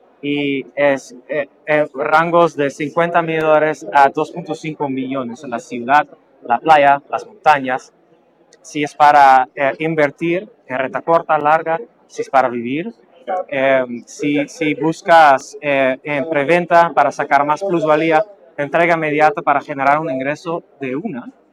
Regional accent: Netherlands; moved away as an adult; now in Panama; Yo soy de Holanda, correcto. Me mudé a Panamá hace 11 años atrás, casi 12 ya. Mi esposa es panameña, entonces ya bastante anclado

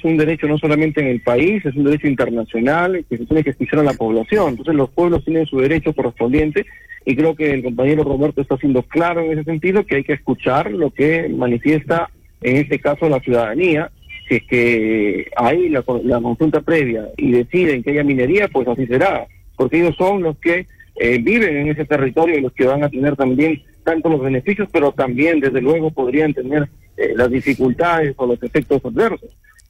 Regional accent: Peru; también tener la oportunidad de disfrutar como peruanos, como sureños.

